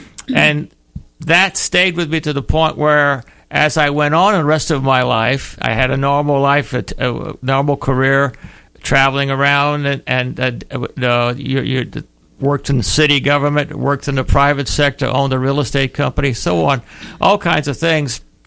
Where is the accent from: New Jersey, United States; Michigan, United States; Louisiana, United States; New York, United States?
Louisiana, United States; born there; now in Florida, United States; I'm born in South Louisiana, in the bayous of South Louisiana.